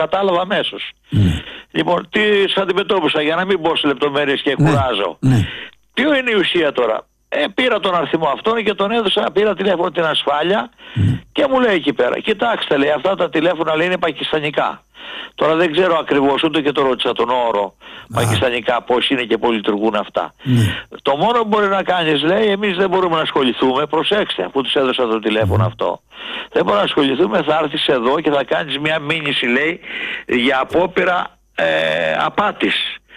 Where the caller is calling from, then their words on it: Peristeri, Attica, Greece; από Περιστέρι.